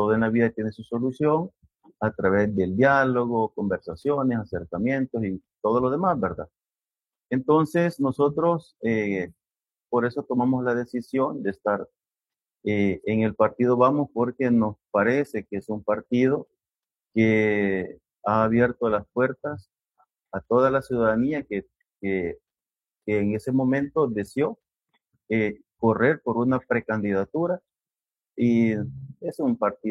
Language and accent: Spanish; El Salvador; Vea, nosotros hacemos un análisis bastante profundo de lo que es la realidad que como salvadoreños estamos viviendo.